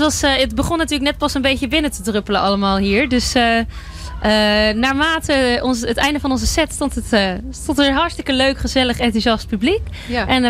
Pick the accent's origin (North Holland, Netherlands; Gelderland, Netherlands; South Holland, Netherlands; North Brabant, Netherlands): Gelderland, Netherlands; Doetinchem; Nou, ik kom uit Doetinchem